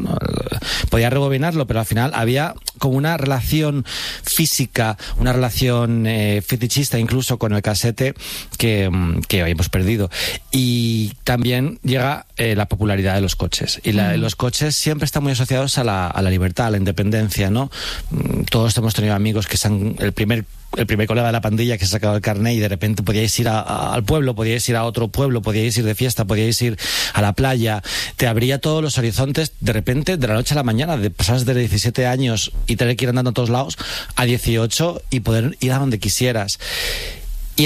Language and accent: Spanish; Alcorcón, Community of Madrid, Spain; Cuando decían, ¿tú de dónde eres? Yo decía, Alcorcón.